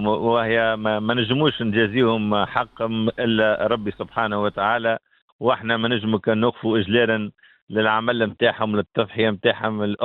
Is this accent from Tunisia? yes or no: yes; Tunisia; احنا اليوم نفتخر بوطننا، نفتخر بالإيجابيات الموجودة في تونس